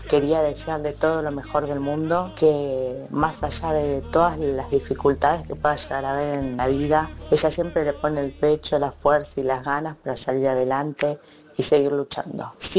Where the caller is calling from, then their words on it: Ciudadela, Buenos Aires Province, Argentina; de Ciudadela